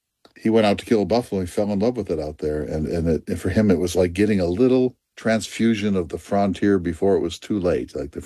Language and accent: English; North Dakota, United States; I had a friend in my hometown in North Dakota who suffered grievously from it.